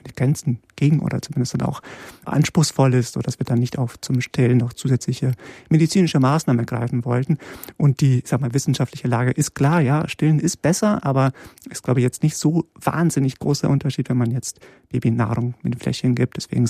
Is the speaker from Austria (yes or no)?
no; Poland; born there; Also vor allem auch wegen meiner Herkunft. Ich bin in Polen geboren worden